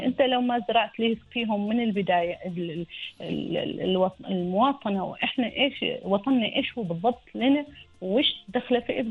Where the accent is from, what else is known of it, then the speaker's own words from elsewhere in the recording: Oman; لنا في عمان، اللي نحولها من قصة إلى منحوتة كاملة تلمسنا نحن كعمانيين،